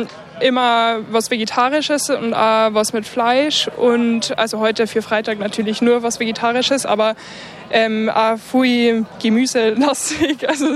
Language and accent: German; Bavaria, Germany; ich komme aus der Nähe von Regensburg und ich bin hier im Social Media Team.